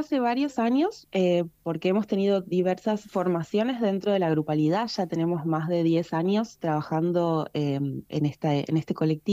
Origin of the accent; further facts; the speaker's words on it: Neuquén, Argentina; Todas de la comarca. Algunas llegadas, yo por ejemplo soy de Neuquén